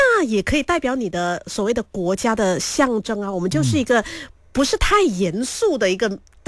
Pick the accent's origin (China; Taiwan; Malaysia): Malaysia